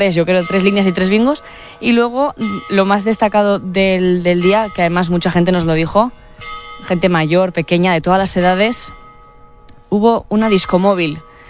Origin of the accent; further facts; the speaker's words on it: Estella, Navarre, Spain; nosotros somos varias cuadrillas de Estella que ya están muy formadas de hace ya muchos años, desde la adolescencia o desde antes incluso